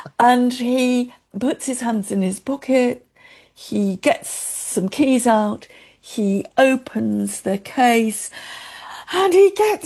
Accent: West Midlands, United Kingdom; born there; I came from Shropshire. You know, it was, you know, I hope people in Shropshire don't mind me saying it was the back of beyond, and I'd never been to London.

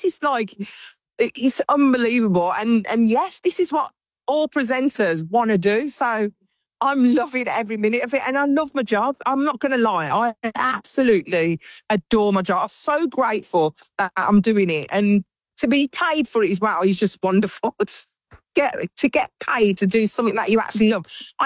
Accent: Jamaica; I'm from Jamaica. It's my hometown where I'm from.

